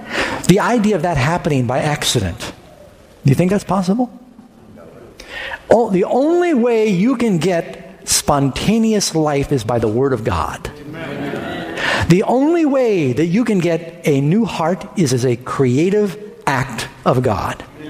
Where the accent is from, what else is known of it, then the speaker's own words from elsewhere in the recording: New York City, New York, United States; I can't remember the doctor's name, but he made a statement I'll never forget because I grew up in New York City.